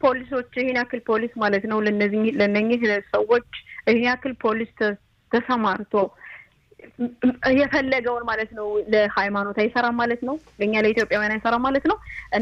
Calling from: Haifa, Haifa District, Israel

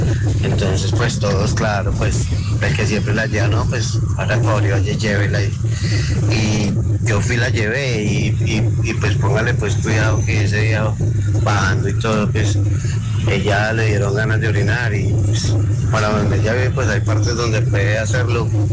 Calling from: Ibagué, Tolima, Colombia; Yo soy de la ciudad de Ibagué.

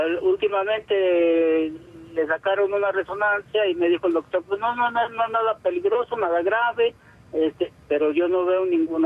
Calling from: León, Guanajuato, Mexico; De aquí, de León.

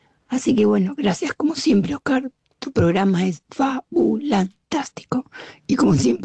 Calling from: Barcelona, Catalonia, Spain; de Barcelona.

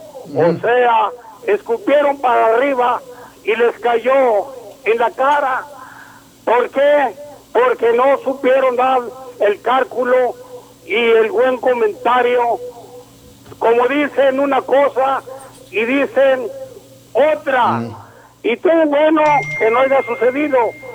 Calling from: Mexico; los que vivimos en nuestro país, los que trabajamos en nuestro país, en el lugar de donde nacimos

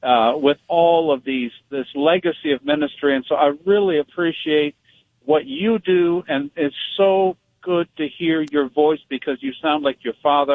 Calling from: Michigan, United States; I'm calling from Michigan on the road here

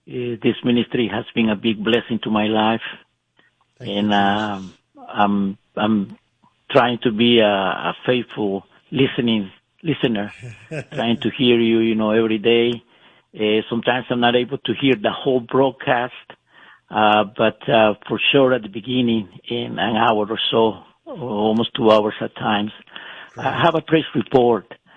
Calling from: California, United States; I'm calling from California.

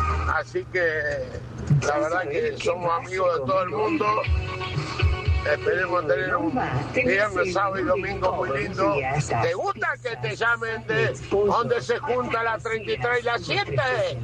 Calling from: Rufino, Santa Fe, Argentina; los otros de Rufino.

